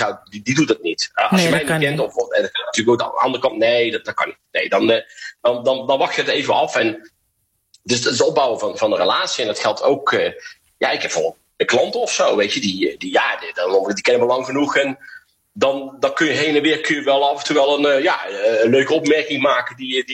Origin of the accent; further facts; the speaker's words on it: North Brabant, Netherlands; accent: Brabant soft G; now in Brazil; ik ben best wel vaak geïmiteerd vanwege mijn accent natuurlijk ook. Ik ben als Nederlander opgevoed en ik heb dus een harde R en een harde G. En ik ben Brabant, dus een beetje zachte G, maar toch nog redelijk hard voor een Braziliaan.